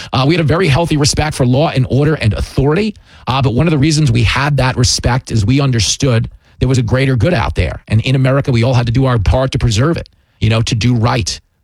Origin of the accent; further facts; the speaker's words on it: Levittown, New York, United States; Okay, I was raised in Levittown, New York